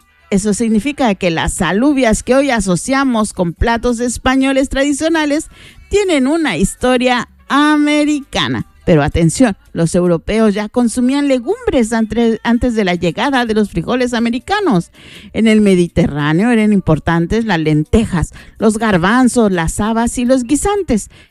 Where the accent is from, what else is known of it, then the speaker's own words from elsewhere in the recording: Mexico; now in Andalusia, Spain; si hablamos de México, porque siempre yo tiro para mi tierra, ¿no? Barro para mi patio.